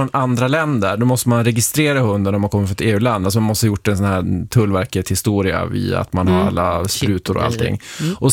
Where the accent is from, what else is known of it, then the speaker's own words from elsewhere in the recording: Luleå, Norrbotten County, Sweden; ja, men jag kommer från Luleå, säger jag.